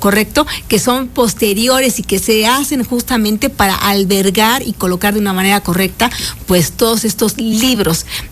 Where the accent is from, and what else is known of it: Puebla, Mexico